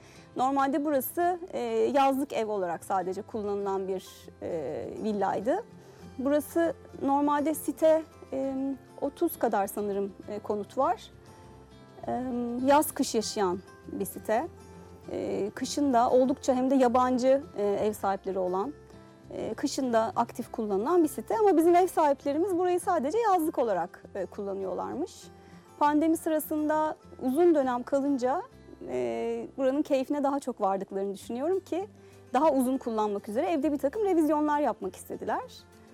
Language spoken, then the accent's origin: Turkish; İzmir, Turkey; moved away as an adult; also born or lived in Istanbul; oğlumuzun okul durumu sebebiyle İzmir'e geldik. 2020 yılından beri de 3 yıldır memleketim İzmir'e geri dönmüş oldum.